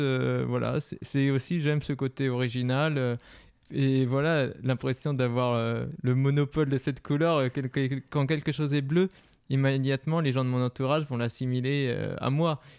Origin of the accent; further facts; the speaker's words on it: Auvergne-Rhône-Alpes, France; j'ai 25 ans, je viens du Beaujolais, un petit village qui s'appelle Frontenat dans les Pierres Dorées.